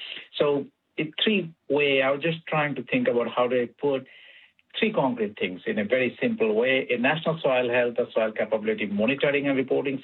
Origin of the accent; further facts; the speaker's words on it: Canada; so that we can see, as a Canadian, we feel less stress when we buy food?